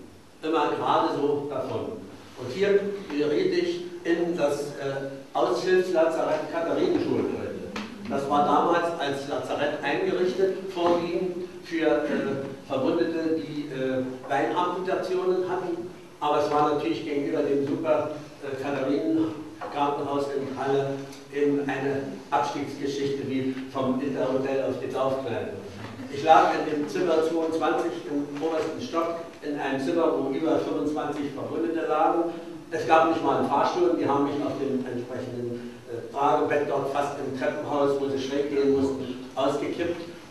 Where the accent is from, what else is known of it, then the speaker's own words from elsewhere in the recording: Königsberg, Kaliningrad Oblast, Russia; Ich hatte 1943 in Königsberg, meiner Heimatstadt, das Abitur gemacht, war auch noch an der Albertina-Universität meiner Stadt eingeschrieben